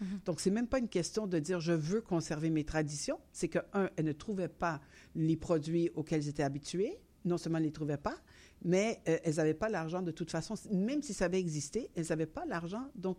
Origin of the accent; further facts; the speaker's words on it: northern Italy, Italy; Donc, ma mère n'avait pas ses recettes. On vient du nord de l'Italie.